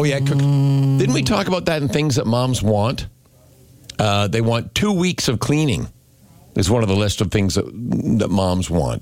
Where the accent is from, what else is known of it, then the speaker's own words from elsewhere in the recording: Canada; We're Canadian, we call it pop.